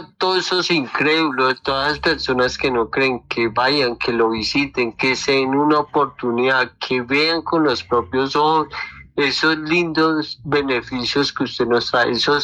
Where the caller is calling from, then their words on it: La Unión, Antioquia, Colombia; De aquí en La Unión